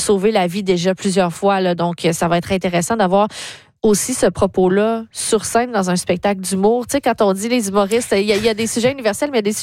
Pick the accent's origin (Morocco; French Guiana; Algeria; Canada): Canada; Gatineau, Quebec; pendant que je suis de passage dans ma ville natale à Gatineau